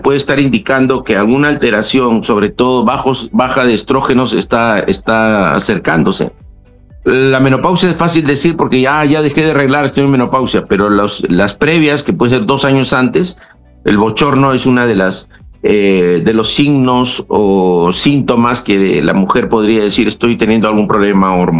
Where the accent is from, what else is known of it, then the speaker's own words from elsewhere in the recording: Trujillo, La Libertad, Peru; yo soy de Trujillo, con mi padre íbamos a Huanchaco, a Salaverry, al muelle, y yo aprendí a pescar del muelle